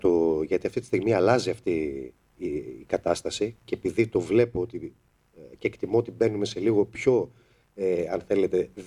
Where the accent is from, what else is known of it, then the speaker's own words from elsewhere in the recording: Greece; σαν Έλληνες πολίτες πάνω απ' όλα εμείς